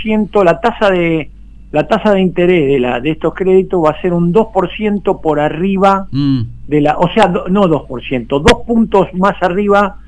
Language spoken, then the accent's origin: Spanish; Argentina